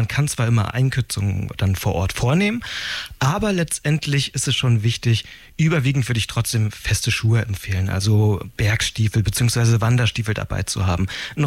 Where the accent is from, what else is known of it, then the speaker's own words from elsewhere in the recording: Rhön, Germany; now in Hanover, Germany; Die nächste Tour geht in meine Heimat in die Rhön. Also ich bin ja Wahlhannoveraner, aber jetzt geht noch mal eine Tour im Oktober durch die Rhön